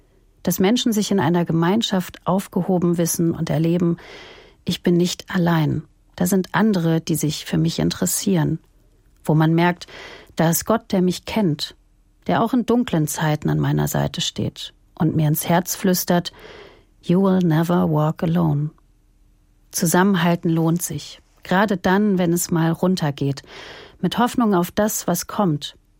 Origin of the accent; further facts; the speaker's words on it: Hamburg, Germany; now in Dietzenbach, Germany; Nach einer kurzen Dortmund-Fanphase in meiner Kindheit war für mich als Hamburgerin schnell klar, Hamburg ist braun-weiß.